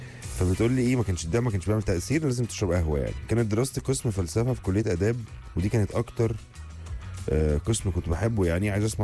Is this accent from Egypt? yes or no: yes; Giza, Giza Governorate, Egypt; من الجيزه